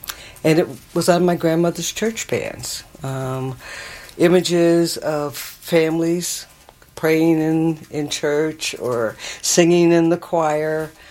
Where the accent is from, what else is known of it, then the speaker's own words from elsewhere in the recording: United States; And they asked me where I was from. I told them, from the U.S.